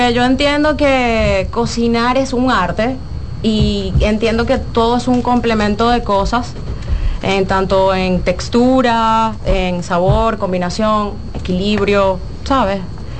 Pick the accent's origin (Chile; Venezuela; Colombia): Venezuela; now in Dominican Republic; yo soy de Venezuela.